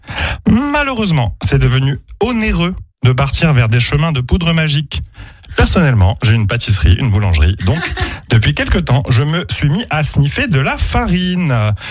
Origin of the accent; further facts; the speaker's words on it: Casablanca, Casablanca-Settat, Morocco; born there; Tout d'abord, moi, je suis né à Casablanca, donc j'ai développé une addiction au soleil.